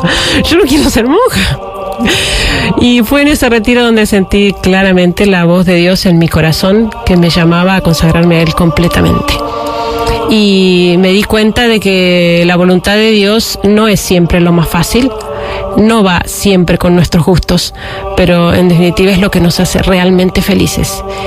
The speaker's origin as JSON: {"language": "Spanish", "country": "Argentina", "said": "soy argentina"}